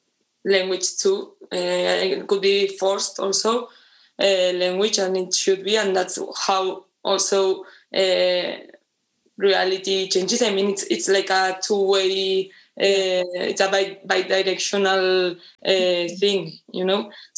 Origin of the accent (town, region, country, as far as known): Basque Country, Spain